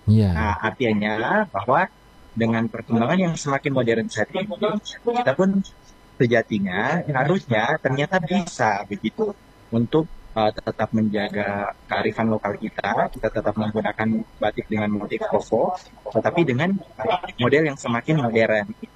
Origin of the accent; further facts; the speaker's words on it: Sangihe, North Sulawesi, Indonesia; Saya putra Sangya yang sangat bangga gitu dengan Sangya itu sendiri Kak.